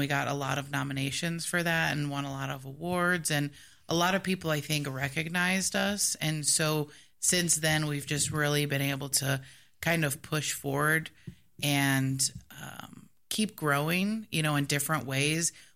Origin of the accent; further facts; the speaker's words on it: Philippines; So myself and the other creative producing director, Kevin Corpuz, we are both Filipino.